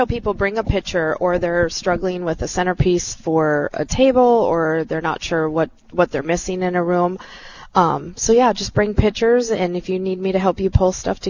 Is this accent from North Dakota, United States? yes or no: yes; Bismarck, North Dakota, United States; moved away as an adult; So I'm from Bismarck originally, and he's from Richardton, North Dakota, and we left in 1990. He joined the Navy, and we got married, and we were gone for 30 years.